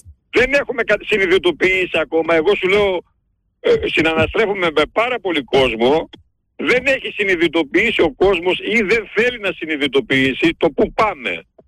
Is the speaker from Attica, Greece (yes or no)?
no; Katerini, Central Macedonia, Greece; Καλησπέρα … από Κατερίνη, περνώ.